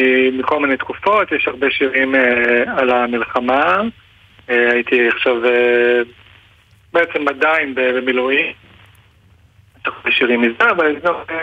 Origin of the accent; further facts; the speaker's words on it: Revivim, Southern District, Israel; now in Nahariya, Israel; בדיוק עברתי לנהריה. אני נולדתי וגדלתי בקיבוץ רביבים.